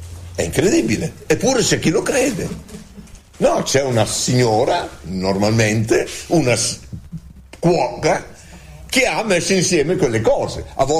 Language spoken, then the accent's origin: Italian; Bologna, Emilia-Romagna, Italy; Dove vivevo io, dove sono nato io, a Porta San Felice, c'era un terreno che i miei bonificarono e ne fecero un giardino.